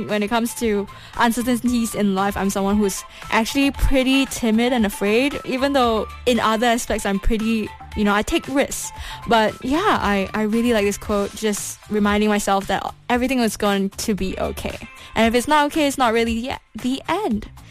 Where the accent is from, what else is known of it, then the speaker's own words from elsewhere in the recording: Malaysia; I mean, we are Malaysian, right?